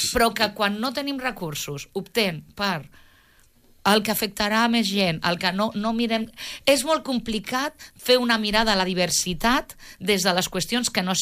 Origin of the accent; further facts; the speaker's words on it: Galicia, Spain; now in Catalonia, Spain; parlo jo que sóc gallega